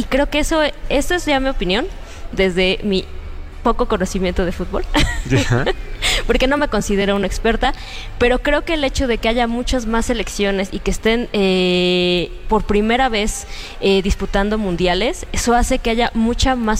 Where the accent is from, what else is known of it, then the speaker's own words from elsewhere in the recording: Mexico; Pero ¿sabes qué? Somos mexicanos.